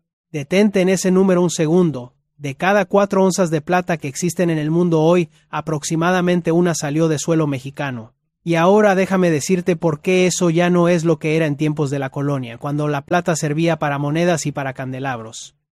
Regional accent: Netherlands; Yo, que soy holandés

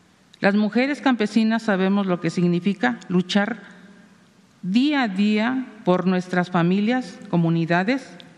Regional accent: Maravatío, Michoacán, Mexico

